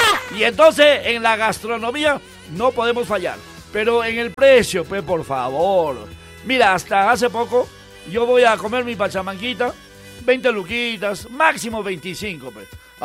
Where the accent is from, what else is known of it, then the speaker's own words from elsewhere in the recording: Huancayo, Junín, Peru; Nosotros mismos, huancaínos.